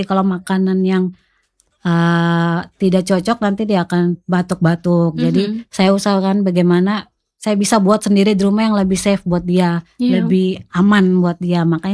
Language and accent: Indonesian; Maumere, East Nusa Tenggara, Indonesia; moved away as an adult; also born or lived in Jakarta; now in Kupang, Indonesia; Saya dari Maumere, hanya dari lahir besar di Maumere, terus lanjut kuliah kerja di Jakarta, nikah karena suami dapat tugas di sini, akhirnya pindah ke sini.